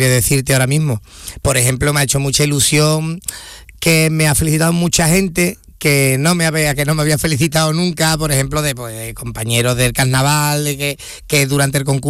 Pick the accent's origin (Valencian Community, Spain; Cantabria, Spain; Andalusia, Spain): Andalusia, Spain; Seville; Pues yo es que también soy muy de Sevilla